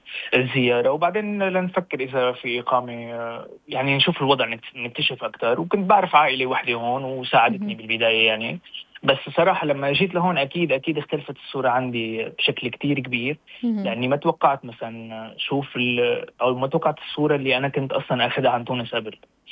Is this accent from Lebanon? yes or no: no; Syria; now in Sfax, Tunisia; انا كسوري، كمواطن عربي سوري